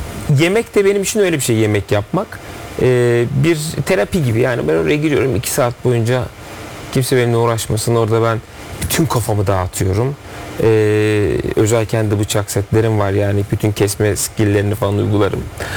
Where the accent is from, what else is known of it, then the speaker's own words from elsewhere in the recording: Ankara, Turkey; Biz baba tarafından Ispartalıyız, anne tarafından Aydınlı. Ama doğum bölümüm Ankaralıyım ben.